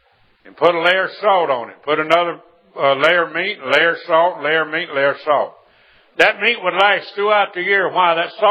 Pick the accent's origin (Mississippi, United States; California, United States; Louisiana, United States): Mississippi, United States; We was raised in Mississippi